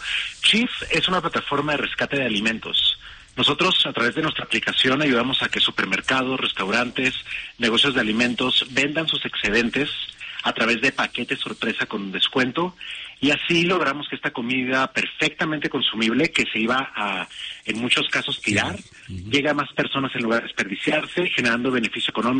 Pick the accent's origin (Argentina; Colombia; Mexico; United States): Mexico; somos mexicanos